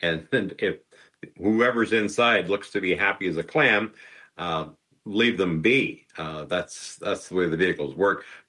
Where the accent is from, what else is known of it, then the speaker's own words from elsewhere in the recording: Canada; as Canadian consumers